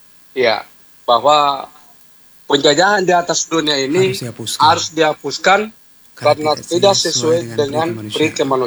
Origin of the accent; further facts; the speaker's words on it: Indonesia; Ya, bahwa kami dari Indonesia tidak setuju, tidak sepakat, tidak mau kalau ada konflik antara bangsa.